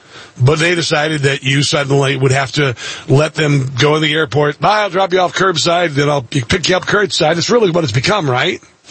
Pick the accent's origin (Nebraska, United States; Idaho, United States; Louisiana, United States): Nebraska, United States; Omaha; Epley Airfield in my hometown of Omaha, Nebraska. And saw many relatives off in that airport when I was growing up.